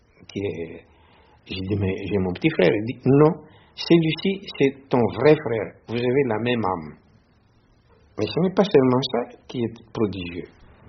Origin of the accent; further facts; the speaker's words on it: Madagascar; Les noms homonymes, ça existe beaucoup en Afrique, n'est-ce pas, comme chez nous à Madagascar.